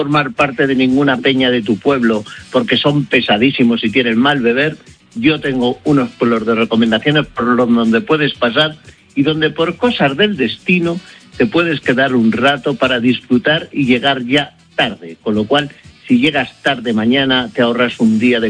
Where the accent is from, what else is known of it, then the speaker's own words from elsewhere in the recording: Villacastín, Castile and León, Spain; los huevos fritos son de huevo Velasco, que son los huevos que se hacen en mi pueblo, en Villacastín, con boletus, se hacen todo el año